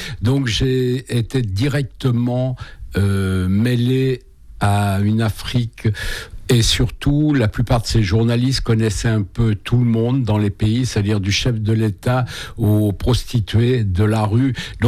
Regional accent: France; pour moi en tant que Français

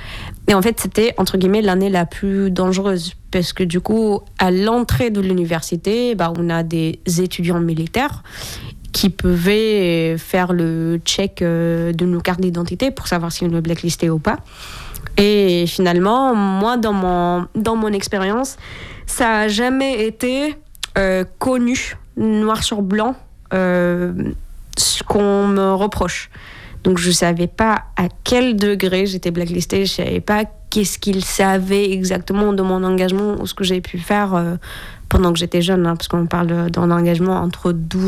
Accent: Syria; J'ai grandi en Syrie, entre le camp de réfugiés palestiniens et une autre ville

